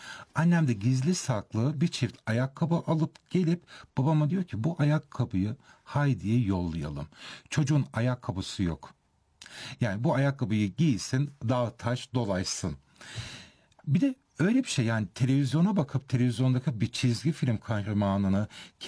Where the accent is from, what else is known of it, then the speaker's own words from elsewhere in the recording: Germany; Yani okula Almanya'da başladım. Zaten Almanya doğumluyum. Ve iki dünyayı da yan yana aslında taşıyabildim.